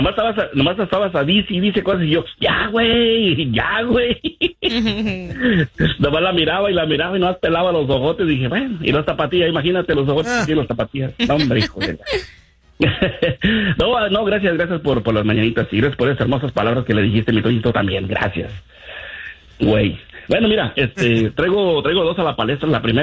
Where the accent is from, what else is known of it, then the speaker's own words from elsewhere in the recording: Mexico; Yo soy mexicano hasta las cachas